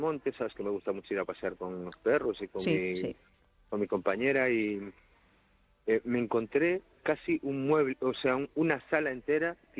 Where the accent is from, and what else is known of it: Cangas, Galicia, Spain; born or raised there